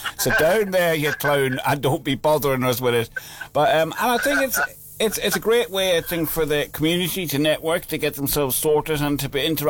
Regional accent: Ireland; now in Luton, United Kingdom; ethnic minorities, which I would be part of that being Irish.

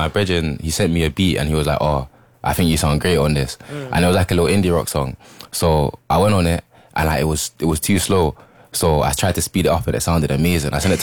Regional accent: London, United Kingdom; also born or lived in Lambeth / Brixton / Woolwich / Plumstead; Well, I was born in Lambeth, stayed in Brixton for a little bit until I was in like year one, and then we moved around London, went to Woolwich, went to Plumstead, went to Bexley, so we were all about London for a bit

